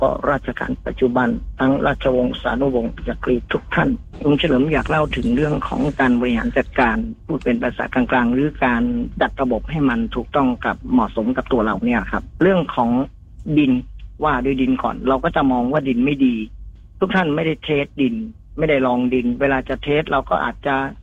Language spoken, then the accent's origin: Thai; Phichit, Thailand; born there; now in Bueng Samakkhi, Thailand; เกิดที่จังหวัดพิจิตรแต่ว่าณปัจจุบันเนี่ยยึดที่นิวาสสถานบ้านช่องบ้านเลขที่75หมู่3บ้านวัดใหม่ตำบลบึงสามัคคีอำเภอบึงสามัคคีจังหวัดกำแพงเพชร